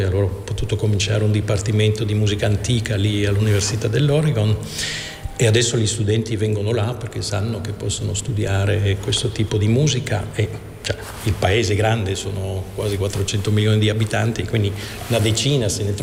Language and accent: Italian; Flanders, Belgium; Italian is a second language; moved away as an adult; now in Marche, Italy; sono cresciuto nelle Fiandre vicino a Bruges